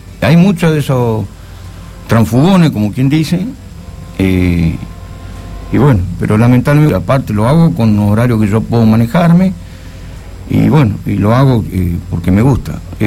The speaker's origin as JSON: {"language": "Spanish", "town": "General Roca", "region": "Río Negro", "country": "Argentina", "said": "soy de acá de Roca"}